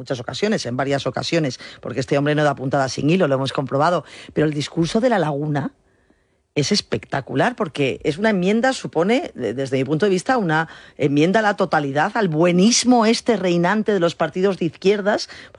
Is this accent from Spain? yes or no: yes; Ceuta, Spain; Yo soy de Ceuta.